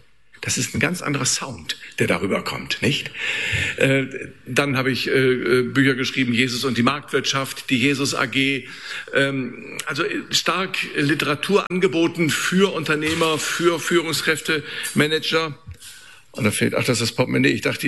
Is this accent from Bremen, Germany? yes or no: yes; Bremen, Germany; moved away as an adult; also born or lived in Frankfurt / Freiburg; Ich stamme aus Bremen, bin durchs Studium in den Süden Deutschlands gekommen. Ich habe zunächst bei den Jesuiten studiert, weil ich Jesuitenschüler bin aus Bremen.